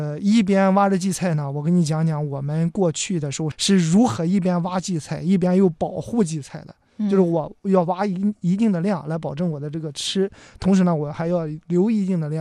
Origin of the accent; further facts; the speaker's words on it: Shandong, China; 我是一个七八十的一个老伯，然后呢咱们一块呢用这个泥弄个，我是山东的